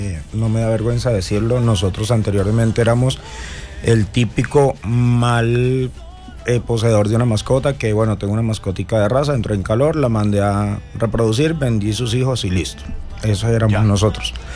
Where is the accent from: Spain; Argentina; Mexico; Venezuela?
Venezuela; moved away as an adult; also born or lived in El Playón, Santander, Colombia; now in Colombia; yo originalmente soy nacido en el municipio del Playón, pero por cuestiones de la vida me crié en Venezuela. Regresé hace me sacaron de acá, de Colombia, aproximadamente a los 4 años. Regresé hace 8 años ya, 8 años y medio.